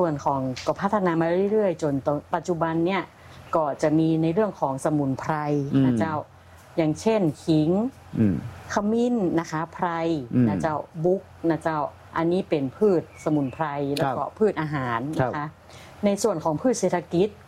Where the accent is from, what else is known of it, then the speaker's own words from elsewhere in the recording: Northern Thailand, Thailand; accent: Kham Mueang (Northern Thai), some Yong; เพราะว่าอี…เป็นยองนะเจ้า